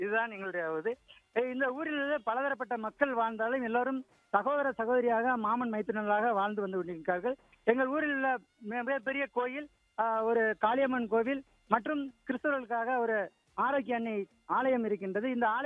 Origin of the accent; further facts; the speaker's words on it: Sulkarapatti, Tamil Nadu, India; நான் சுல்காரப்பட்டியை சேர்ந்தவர்.